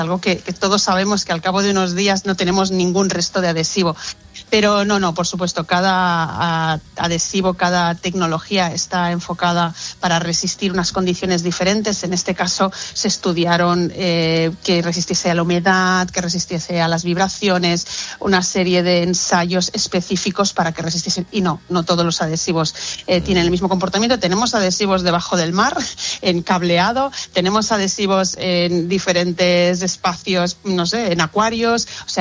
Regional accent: Barcelona, Catalonia, Spain

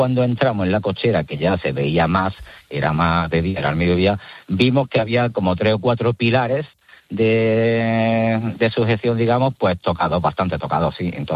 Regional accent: Andalusia, Spain; como todos los pueblos de Granada, pero casi todos somos de Granada.

